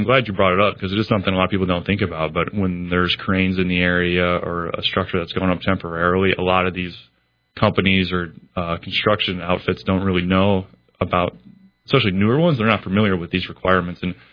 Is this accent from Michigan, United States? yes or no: yes; Wixom, Michigan, United States; I'm from Wixom. So that's right next door.